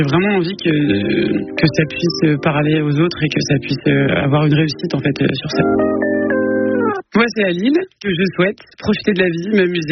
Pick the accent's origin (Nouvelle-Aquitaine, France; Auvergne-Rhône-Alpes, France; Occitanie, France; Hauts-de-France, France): Hauts-de-France, France; Lille; je viens de Lille